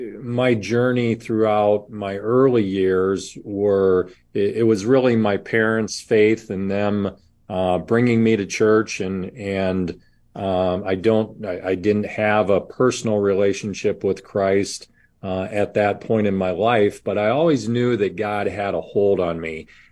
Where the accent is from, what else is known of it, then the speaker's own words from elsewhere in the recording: Midwest, United States; also born or lived in Ohio / Indiana / Iowa; I was born in Columbus, Ohio, and my father was a basketball coach. And as he was moving up the ranks of his career, we moved throughout the Midwest. So my early years were spent in Ohio, Indiana, and Iowa before moving up to Minnesota to go to college.